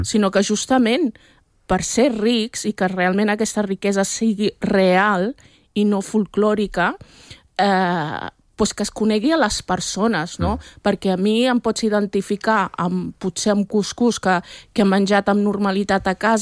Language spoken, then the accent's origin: Catalan; Catalonia, Spain; com a catalana, com a espanyola